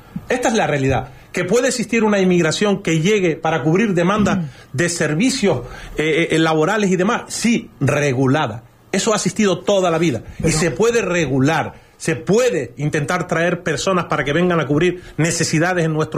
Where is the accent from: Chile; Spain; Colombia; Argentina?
Spain; Canary Islands; Sí, sí, soy canario.